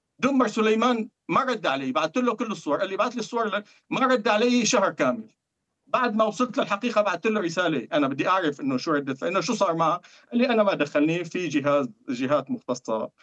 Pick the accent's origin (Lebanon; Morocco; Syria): Syria; أنا هيك عن أفترض كسوري